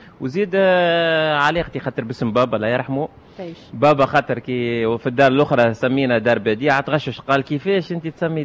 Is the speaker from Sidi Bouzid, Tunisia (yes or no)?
no; Sousse, Sousse Governorate, Tunisia; ليني ولد المدينة وولد سكان المدينة.